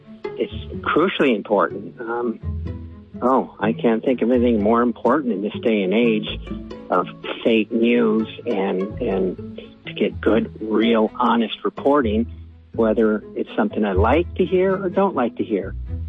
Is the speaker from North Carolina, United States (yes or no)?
yes; New Bern, North Carolina, United States; from New Bern, North Carolina, and I support PRE.